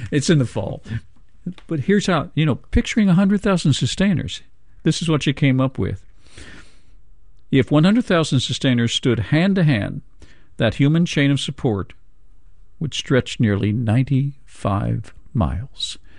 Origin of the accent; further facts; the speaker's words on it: Shenandoah Valley, Virginia, United States; I grew up poor in the Shenandoah Valley, Virginia. Gorgeous location. Ideal. Paradise. But we were very poor.